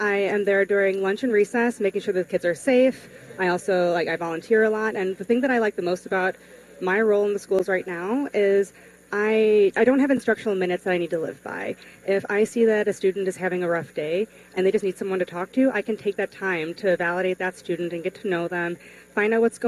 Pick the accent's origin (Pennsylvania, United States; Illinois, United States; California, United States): Illinois, United States; Bolingbrook; moved away as an adult; also born or lived in Champaign-Urbana, Illinois; I grew up in Will County, so I'm originally from Bolingbrook, Illinois.